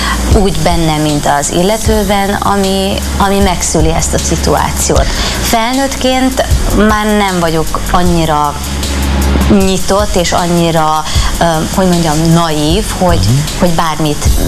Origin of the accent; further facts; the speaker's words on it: Transylvania, Romania; mert igen, székely vagyok.